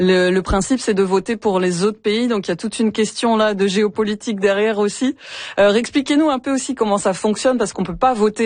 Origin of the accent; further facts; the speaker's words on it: France; moi je viens de France, et des fois c'était un peu ringard l'Eurovision aussi.